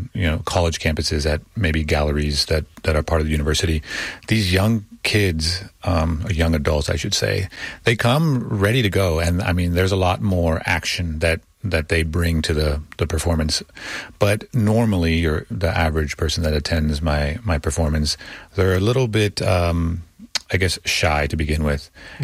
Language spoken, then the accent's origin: English; Austin, Texas, United States; I grew up in Austin, but I spent a lot of time in Laredo.